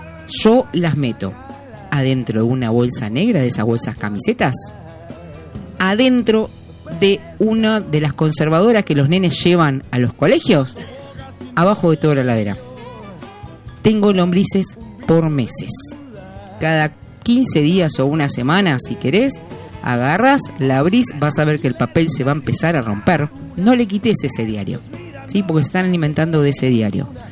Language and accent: Spanish; Luján, Buenos Aires Province, Argentina